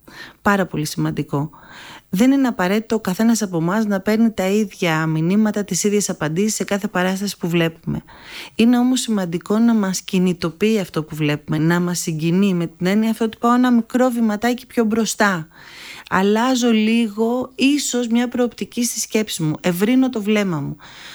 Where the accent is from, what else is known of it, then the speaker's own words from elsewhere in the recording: Greece; ακριβώς επειδή είμαστε Έλληνες